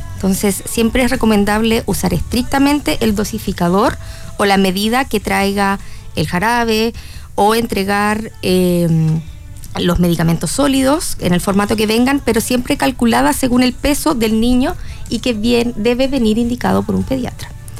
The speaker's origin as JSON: {"language": "Spanish", "country": "Chile", "said": "nosotros como población chilena presentamos varias enfermedades de base"}